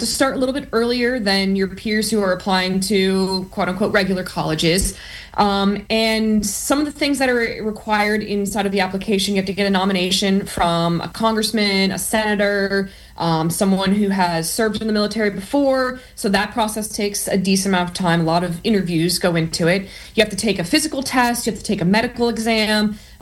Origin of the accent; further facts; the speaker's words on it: New Jersey, United States; I actually didn't come from a military family. I grew up in New Jersey, and my mom was in pharmaceuticals. My dad was in education.